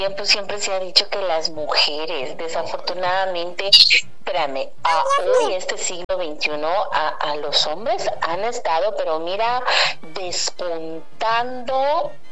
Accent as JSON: {"language": "Spanish", "country": "Mexico", "said": "su gente de México es muy cálida, es muy apapachadora, somos buenas personas."}